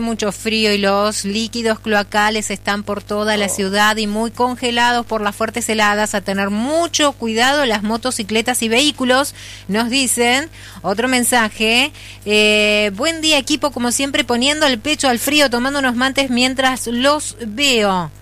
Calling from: Mainqué, Río Negro, Argentina; de Mainqué.

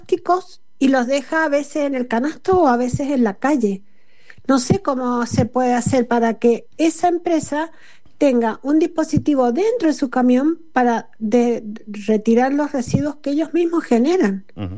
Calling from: Mendoza, Argentina; Yo acá vivo en La Quinta

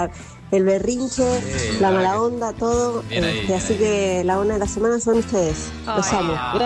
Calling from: Buenos Aires, Argentina; de Agronomía.

